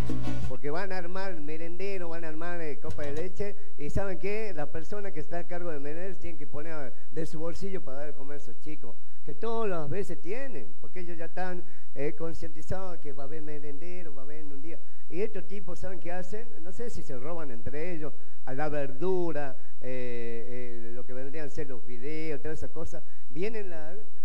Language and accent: Spanish; Argentina; yo soy un hombre argentino, serví a mi patria, fui instruido militarmente, intelectualmente, estudié